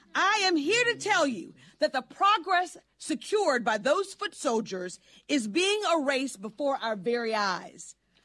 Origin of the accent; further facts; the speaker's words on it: Selma, Alabama, United States; my hometown of Selma, Alabama.